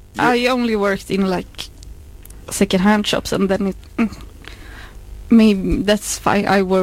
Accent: Gothenburg, Västra Götaland, Sweden; The Swedish expert, yes.

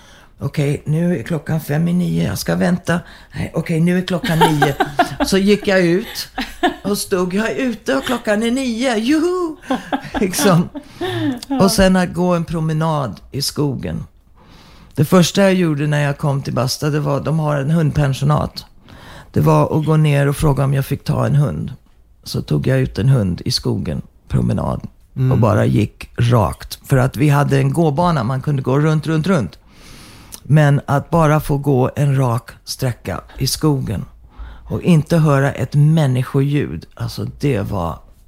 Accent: Sweden; moved away; also born or lived in United States; att vara hemma i Sverige

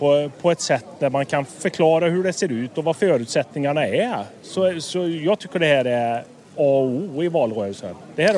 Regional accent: Slutarp, Västra Götaland County, Sweden; Jag är uppvuxen ute i Kina Slutarp, men jag har bott i samhället.

